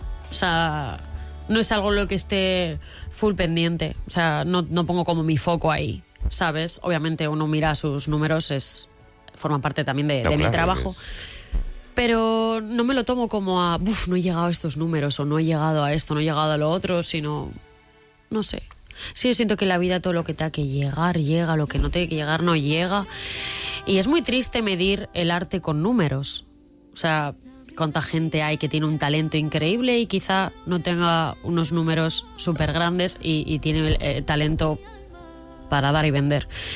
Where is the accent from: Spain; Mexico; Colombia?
Spain; Zaragoza, Aragon; moved away as an adult; now in Madrid, Spain; yo ahora pues ya no vivo en Zaragoza, yo soy de Zaragoza, ya no vivo allí, vivo en Madrid